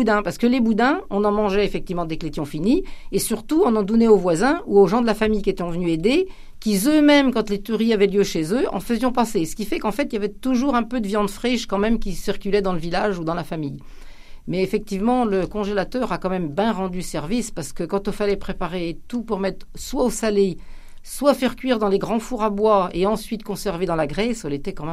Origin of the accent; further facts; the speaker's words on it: Nouvelle-Aquitaine, France; chez nous en Poitou